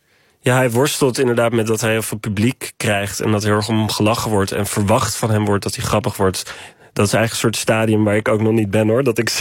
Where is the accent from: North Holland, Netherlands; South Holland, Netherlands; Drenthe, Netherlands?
North Holland, Netherlands; Haarlem; Wij komen uit Haarlem. Shout-out naar Haarlem. Love Haarlem, maar...